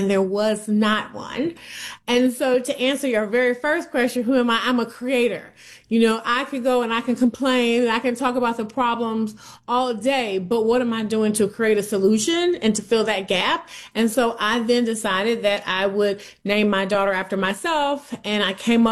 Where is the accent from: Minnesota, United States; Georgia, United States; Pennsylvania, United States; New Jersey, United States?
Georgia, United States; Atlanta; also born or lived in New York; I grew up in Atlanta, Georgia, in a family where my father was the minister, so I was in church a lot. And then after graduating from college, I moved to New York